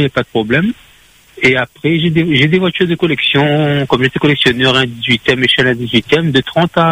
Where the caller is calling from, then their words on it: Saint-Denis, Réunion; je suis à Saint-Denis.